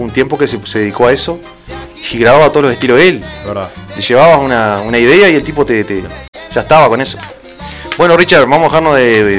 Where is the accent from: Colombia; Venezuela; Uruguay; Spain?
Uruguay; Si no sufrimos, no somos uruguayos.